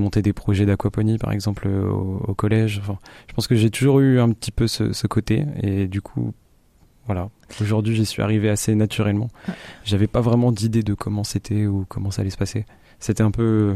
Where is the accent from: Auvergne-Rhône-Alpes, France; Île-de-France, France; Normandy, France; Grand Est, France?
Normandy, France; Duclair; Donc moi je suis de Duclair à l'origine